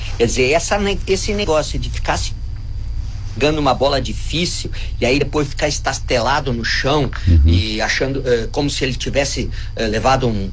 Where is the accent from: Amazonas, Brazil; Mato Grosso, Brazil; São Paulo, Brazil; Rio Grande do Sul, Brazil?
Rio Grande do Sul, Brazil; Como gremista e como gaúcho